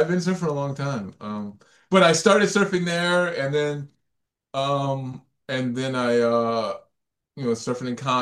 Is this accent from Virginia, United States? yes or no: yes; Virginia Beach, Virginia, United States; I'm from Virginia Beach.